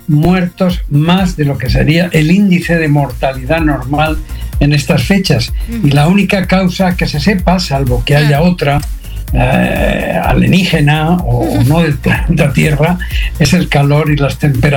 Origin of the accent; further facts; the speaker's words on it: Spain; los españoles tenemos el entrenamiento de luchar con el calor porque somos el sur de Europa, una zona mucho más caliente.